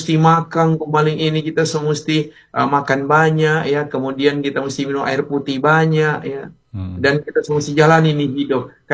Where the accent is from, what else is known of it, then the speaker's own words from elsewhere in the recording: Manado, North Sulawesi, Indonesia; Walaupun kita orang Manado, iya.